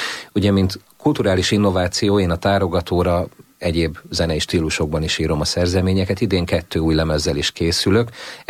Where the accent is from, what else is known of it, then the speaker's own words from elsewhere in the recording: Hungary; Szerintem jó az, hogyha tudjuk, hogy magyarok vagyunk, és hogy micsoda értékeink vannak